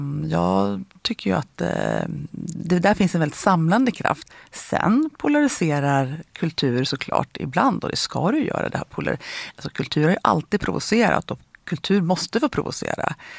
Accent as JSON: {"language": "Swedish", "area": "Frösön", "region": "Jämtland County", "country": "Sweden", "said": "Jag är ju från Frösön"}